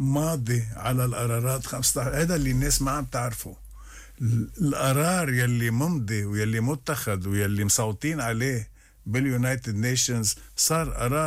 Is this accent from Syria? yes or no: no; Lebanon; نحن كشعب لبناني